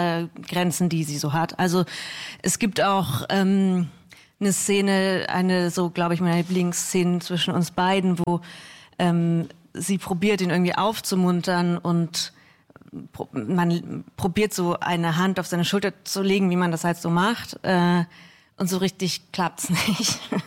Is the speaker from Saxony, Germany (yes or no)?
yes; Dresden, Saxony, Germany; ich bin in Dresden geboren und aufgewachsen